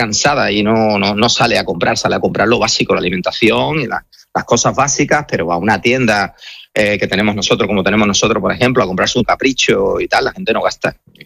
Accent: Spain; yo soy español antes que comerciante

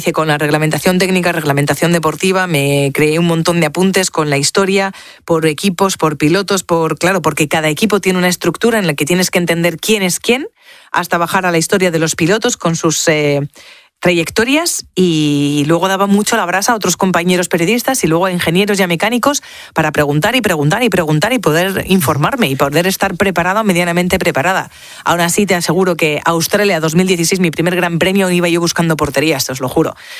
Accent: Spain; yo soy española

